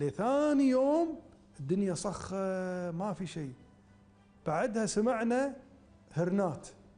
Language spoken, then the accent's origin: Arabic; Kuwait; مو علشان أنا كويتي